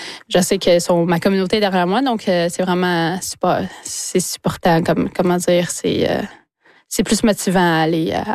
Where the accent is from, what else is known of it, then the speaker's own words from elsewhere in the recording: Wemotaci, Quebec, Canada; Nous, quand j'ai grandi à Wimontashi, justement, où on avait mon père une glace derrière chez nous, dans notre cour arrière.